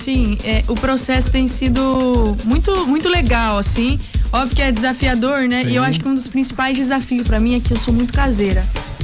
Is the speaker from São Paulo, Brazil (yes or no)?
no; Paraná, Brazil; Eu sou do Paraná